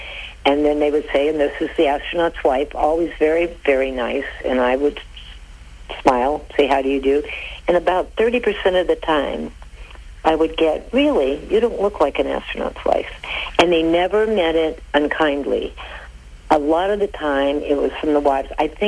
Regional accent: Medina, Ohio, United States; moved away as an adult; also born or lived in Alliance, Ohio / Palm Beach, Florida; now in Tallahassee, United States; I'm from a small town in Ohio. I grew up in Medina. I was raised in Alliance and born in Alliance and spent some time there, but really raised in Medina, went to high school there, and love being from a small town. I now live in Tallahassee, Florida, via Palm Beach, Florida.

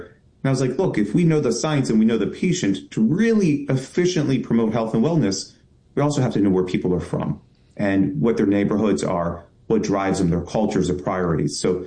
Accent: Baltimore, Maryland, United States; I'm a son of Baltimore, born and raised, and growing up in Greektown, Highland Town, we had a Hopkins Hospital in our backyard.

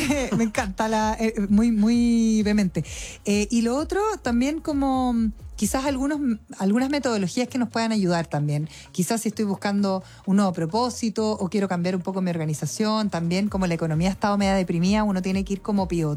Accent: Chile; ¿Somos pudorosos las chilenas y los chilenos para publicar y hacernos visibles en estas redes sociales?

